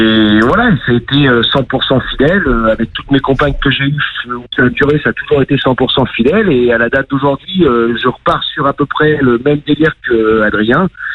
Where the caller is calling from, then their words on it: Vernon, Normandy, France; Mais c'est pas du 59. Je vais corriger. C'est de Normandie.